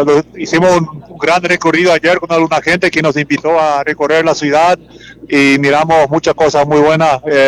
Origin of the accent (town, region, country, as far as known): Paraguay